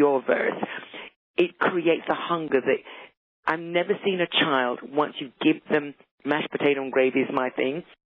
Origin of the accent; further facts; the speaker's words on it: London, United Kingdom; accent: London; moved away; I am very mixed. So the accent is London. I was born in the United Kingdom. Those of you that know London, Southeast London. I'm a Southeast London girl. But my parents were from the Caribbean, from Jamaica.